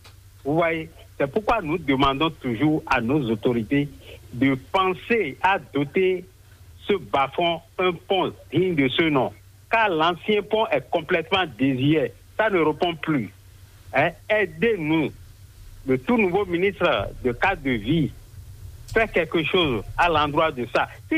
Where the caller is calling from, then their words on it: Adjohoun, Ouémé, Benin; Je vous appelle d'Aguémilare, arrondissement d'Azoïfé, commune d'Adjoum.